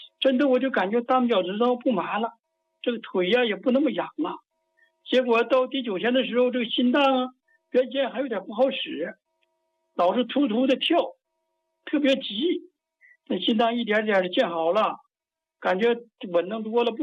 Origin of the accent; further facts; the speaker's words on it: Harbin, Heilongjiang, China; 哎，我是哈尔滨的老朋友了。